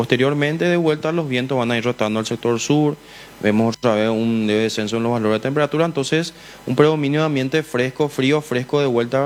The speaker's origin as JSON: {"language": "Spanish", "country": "Paraguay", "said": "compartir un poco algunas picadas, como todo paraguayo, ¿verdad?"}